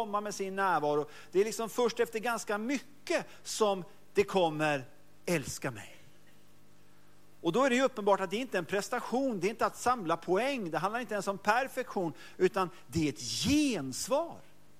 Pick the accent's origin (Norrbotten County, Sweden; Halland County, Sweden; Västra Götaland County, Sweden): Västra Götaland County, Sweden; Mölndal; jag kommer från Mölndal, kan en del om Mölndal också.